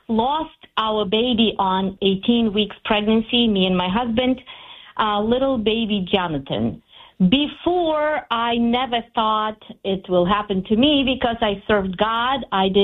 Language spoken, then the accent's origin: English; Ukraine; English is a second language; moved away; After he passed away, I went to Ukraine, to my home country, and I believe it was not accidentally.